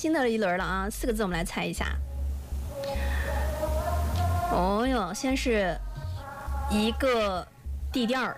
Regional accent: Hunan, China; born there; moved away; 在湖南我们老家

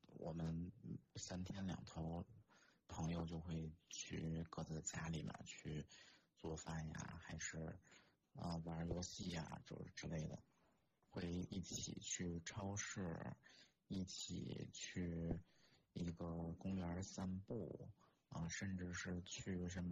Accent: China; moved away as an adult; 整个那个团体里就我一个中国人，啊，也就我一个黄皮肤。

